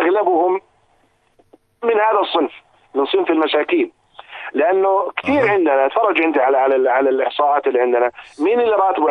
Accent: Jordan; وهذا حسب الدراسات عندنا في الأردن يحتاج إلى 120 دينار في الشهر

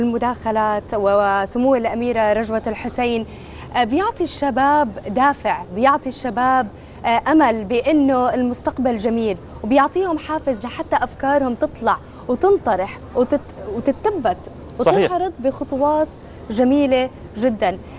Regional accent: Jordan; إحنا كشباب أردنيين

